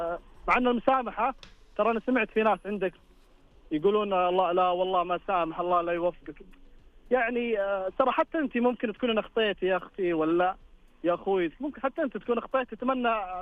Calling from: Ha'il, Ha'il Province, Saudi Arabia; اكلمك من حائل طال عمرك.

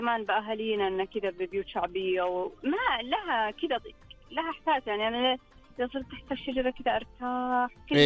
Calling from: Jeddah, Makkah Province, Saudi Arabia; لا من جدة.

